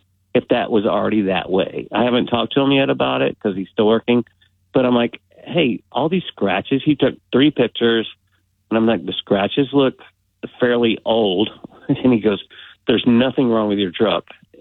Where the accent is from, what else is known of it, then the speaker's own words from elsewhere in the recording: Riverview, Florida, United States; We're from Riverview, Florida